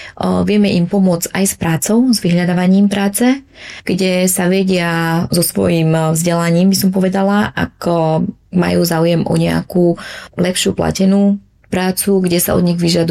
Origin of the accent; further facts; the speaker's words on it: Vietnam; Slovak is a second language; now in Slovakia; tie prvé roky, ktoré som prišla na Slovensko a tak ako som spomenula, že som bola sama Vietnamka na celej škole